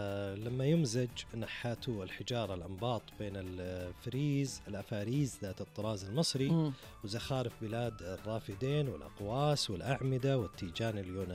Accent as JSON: {"language": "Arabic", "country": "Saudi Arabia"}